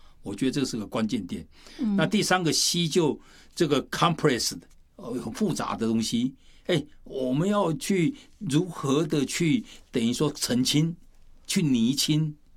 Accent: China; 我们中国人常常讲的是活到老学到老

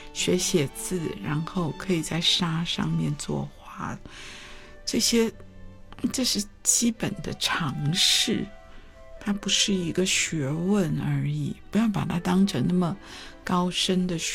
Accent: China; 可是我们中国人中华文化却到现在都可以看得到。各位，我们不是没有美感的一个民族，我们是极有美感的一个古老民族。

